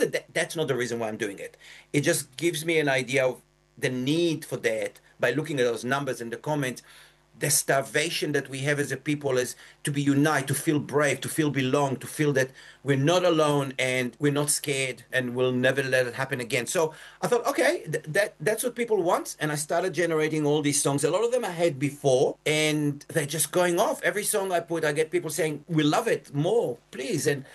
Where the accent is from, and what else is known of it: Yad Mordechai, Southern District, Israel; born or raised there